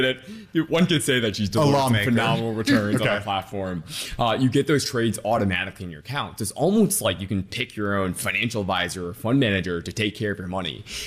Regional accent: Detroit, Michigan, United States; So born and raised in Detroit, my parents are immigrants. We didn't have a lot of money growing up.

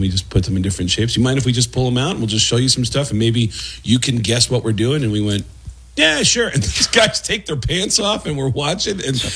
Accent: Bronx, New York, United States; now in Las Vegas, United States; I grew up in the Bronx. Now I split my time between Vegas mm-hmm. and New York. Okay. But Vegas is home for me.

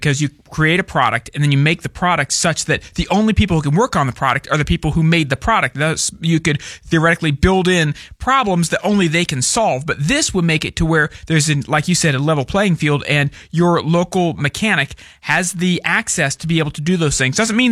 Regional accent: United States

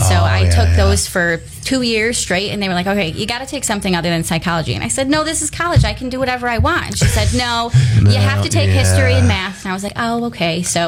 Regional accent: Cato, New York, United States; Born and raised in Cato.

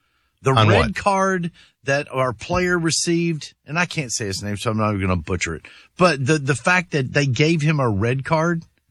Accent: Hopkinsville, Kentucky, United States; I've traveled around my hometown of Hopkinsville, Christian County, Kentucky.

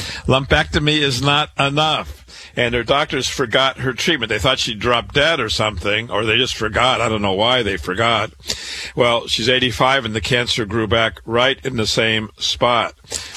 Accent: Iowa, United States; a woman from my home state of Iowa.

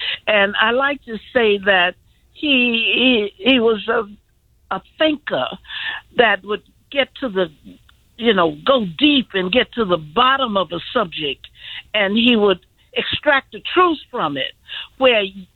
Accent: Yazoo City, Mississippi, United States; born there; now in Chicago, United States; Oh, I was born in a little town called Yazoo City, Mississippi.

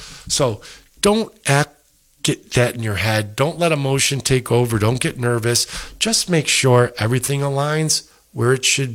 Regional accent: Rochester, United States; I'm here in the Rochester office, back to my hometown where I was born and bred

